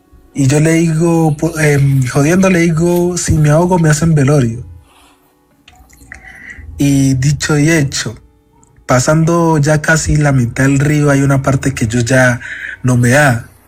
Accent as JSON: {"language": "Spanish", "region": "Cauca", "country": "Colombia", "tie": "born or raised there", "also_born_or_lived": "Puerto Tejada", "said": "Yo soy nacido en el Cauca"}